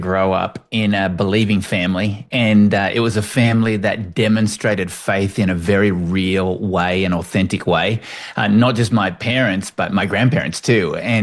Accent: Hobart, Tasmania, Australia; moved away as an adult; also born or lived in Sydney; And then I moved to Sydney from Hobart, Tasmania, where I was born and raised, and moved into my career.

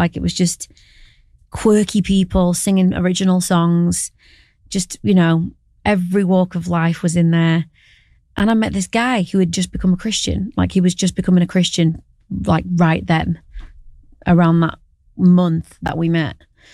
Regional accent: Barnsley, Yorkshire and the Humber, United Kingdom; born there

